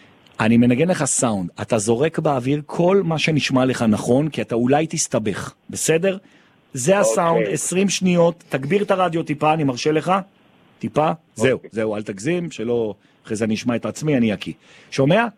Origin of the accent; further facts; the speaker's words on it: Jerusalem, Jerusalem District, Israel; אני ירושלמי, בלב ובנפש.